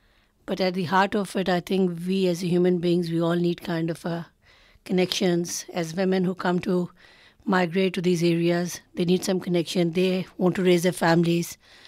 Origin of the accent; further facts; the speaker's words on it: Lahore, Punjab, Pakistan; moved away as an adult; now in Victoria, Australia; I came from Lahore in Pakistan. It is one of the biggest cities in Pakistan, and people who know the geography of that area, that is quite a developed place.